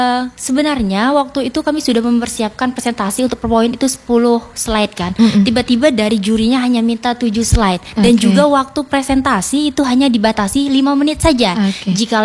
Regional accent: Lubuk Besar, Bangka Belitung Islands, Indonesia; jadi karena saya orang Lubuk Besar, tepatnya di Kabupaten Bangka Tengah

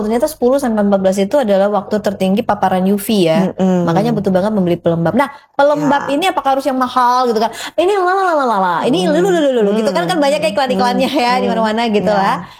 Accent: Kupang, East Nusa Tenggara, Indonesia; Tapi justru cocok sama kulit kita, anehnya kulit kita orang Kupang gitu.

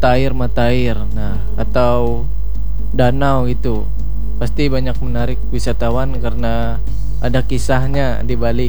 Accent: Kalimantan, Indonesia; kita sebagai orang Kalimantan, orang Dayak itu masih kental dengan budaya kita sendiri.

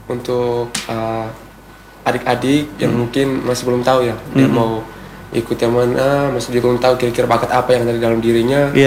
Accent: Labuan Bajo, East Nusa Tenggara, Indonesia; now in Surabaya, Indonesia; beberapa tahun kemudian saya bawa mereka untuk ikutan di daerah saya sendiri.

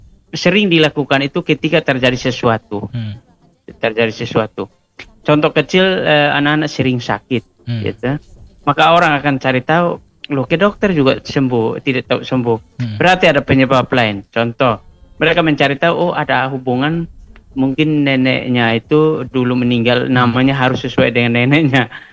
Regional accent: East Nusa Tenggara, Indonesia; Dan orang-orang kami orang Timur itu akan mencari tahu.

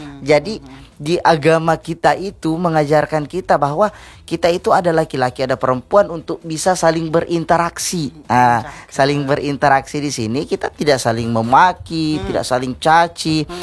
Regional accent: South Sulawesi, Indonesia; Saat saya masih sekolah, saya kan orang Bugis. Dan ini teman saya juga sama-sama Bugis, tapi dari tempat yang berbeda.

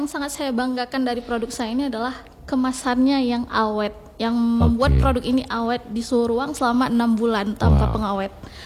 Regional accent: Aceh, Indonesia; karena kita orang Aceh

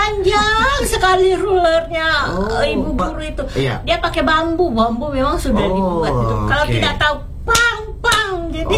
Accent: South Sulawesi, Indonesia; Iya, memang itu mungkin sudah ciri khas orang kita Bugis ya

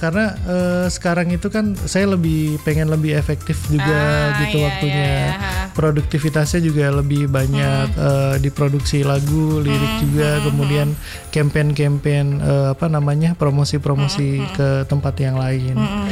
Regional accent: Cirebon, West Java, Indonesia; Saya asli orang Cirebon sebetulnya.

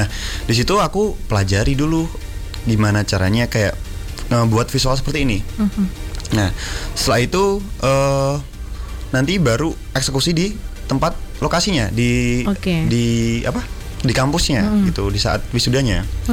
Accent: Madiun, East Java, Indonesia; born there; Madiun ini tempat kelahiranku juga

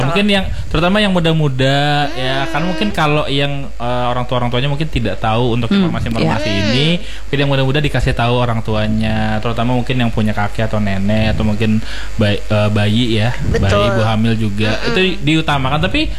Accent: Kalimantan, Indonesia; kita sebagai warga Kalimantan

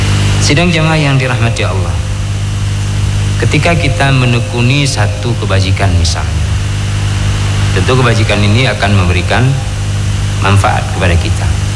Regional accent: Aceh, Indonesia; Memang panas kita. Memang gondok kita. Rasa kita orang Aceh memang palak.

